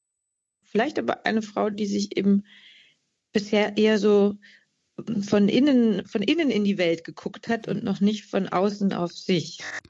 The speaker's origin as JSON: {"language": "German", "region": "East Germany", "country": "Germany", "said": "ich komme selber aus Ostdeutschland"}